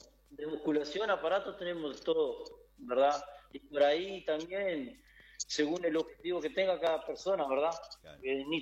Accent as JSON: {"language": "Spanish", "town": "Minas de Corrales", "region": "Rivera", "country": "Uruguay", "tie": "born or raised there", "said": "Sí, soy oriundo de Mina de Corrales."}